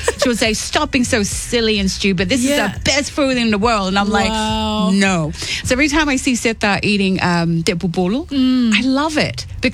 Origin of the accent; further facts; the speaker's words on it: Sydney, New South Wales, Australia; I remember growing up in Sydney